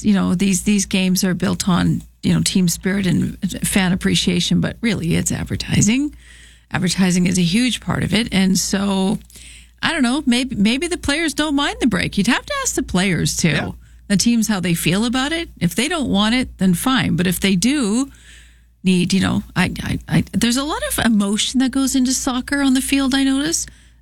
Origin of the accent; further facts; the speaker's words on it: Canada; I am Canadian and hockey and baseball are pretty much number one for me.